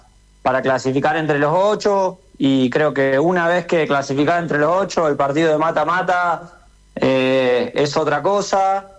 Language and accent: Spanish; Rosario, Santa Fe, Argentina; soy de Rosario, mi familia y yo, bueno, somos muy muy de Central